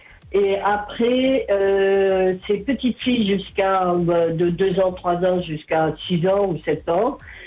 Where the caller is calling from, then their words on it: Nouméa, South Province, New Caledonia; je suis sur Nouméa.